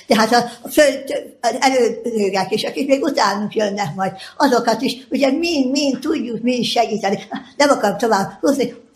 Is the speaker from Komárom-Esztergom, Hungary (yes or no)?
yes; Esztergom, Komárom-Esztergom, Hungary; én Esztergomból születtem, és ott nőttem föl, és hát az egyetemet is nem könnyen, de azt is el tudtam végezni